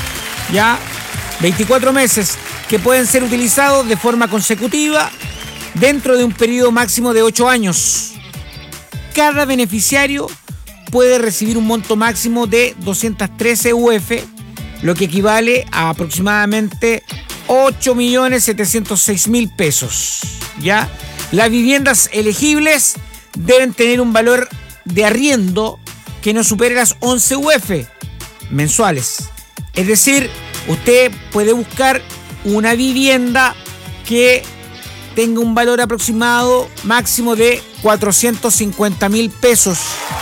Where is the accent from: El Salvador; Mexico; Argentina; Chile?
Chile; La Serena, Coquimbo; Me mandaron una foto de la avenida Francisco Aguirre con llovizna. ¡Pucha, qué linda mi tierra!